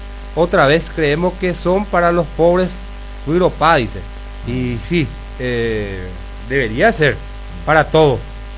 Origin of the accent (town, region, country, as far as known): Paraguay